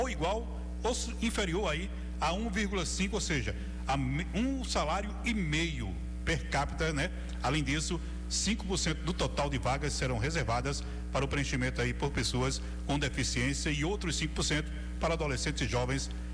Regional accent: Sertão (Northeast Brazil), Brazil; born there; eu sou sertanejo nato

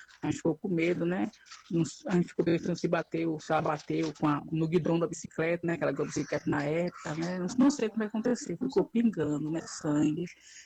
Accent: São Félix, Bahia, Brazil; Eu sou uma moradora aqui, eu sou de São Félix, sabe?

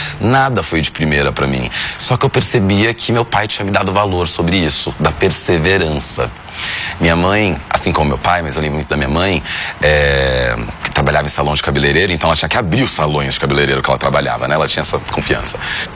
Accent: São Paulo, Brazil; É, então eu não tive uma infância lá, minha infância já é aqui em São Paulo, mas meu pai, ele tinha uma presença muito piauiense, muito nordestina e muito orgulho disso.

